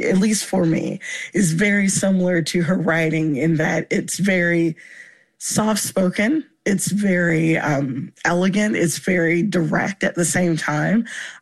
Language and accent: English; Virginia, United States; Yeah, so I did not grow up knowing about Miss Lewis, even though I grew up in Virginia.